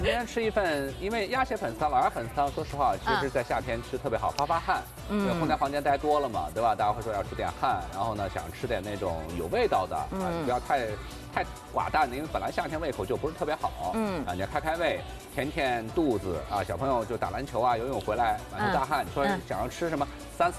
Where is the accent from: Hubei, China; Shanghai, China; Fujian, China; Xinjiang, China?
Shanghai, China